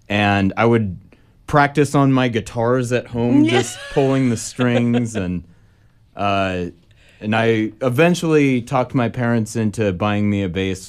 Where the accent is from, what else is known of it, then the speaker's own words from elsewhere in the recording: San Jose, California, United States; San Jose, California.